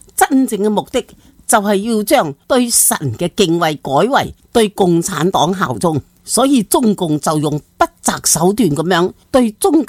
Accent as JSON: {"language": "Cantonese", "country": "Hong Kong", "said": "嗱，而家最紧要香港人就系唔好理佢咁多，我哋呢一代人就最紧要噶啦。"}